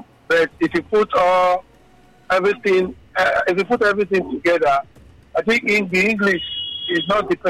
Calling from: Benin; I'm calling from Benin.

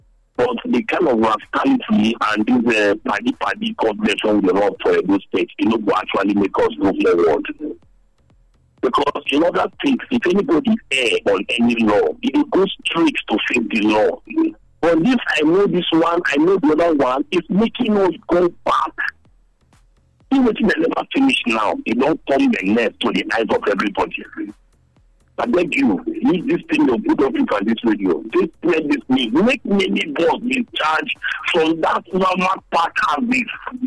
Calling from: Nigeria; they call you from Ogun Point over here.

